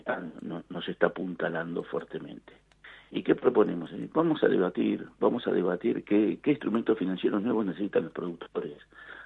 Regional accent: Argentina

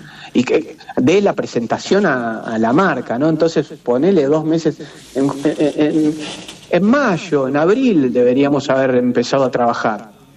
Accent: Argentina; que nos demuestran como argentinos que cuando está difícil, somos argentinos, muchachos, vamos para adelante.

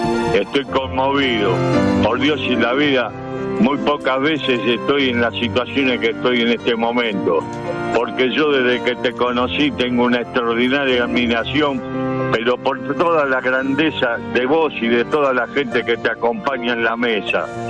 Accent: Buenos Aires, Argentina; born there

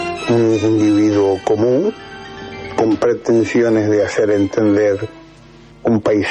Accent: northern Argentina, Argentina; Vengo de ese norte argentino que sintetiza por su quehacer, por sus trabajos, a gente de Bolivia, a gente del Paraguay, a gente de Chile

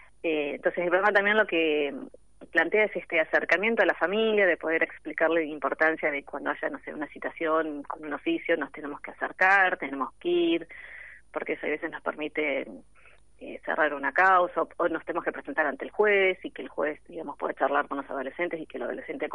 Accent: Argentina; los problemas más macro que tenemos como Argentina

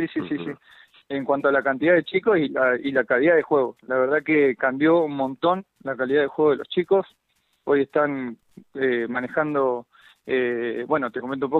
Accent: San Nicolás de los Arroyos, Buenos Aires Province, Argentina; moved away as an adult; also born or lived in San Clemente del Tuyú, Argentina; now in Ramallo, Argentina; yo soy de San Nicolás

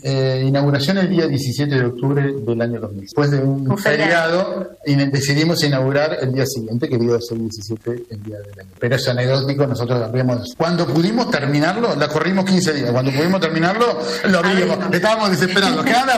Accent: Bolívar, Buenos Aires Province, Argentina; born there; Yo soy de Bolívar, nacido en Bolívar y me encanta Bolívar.

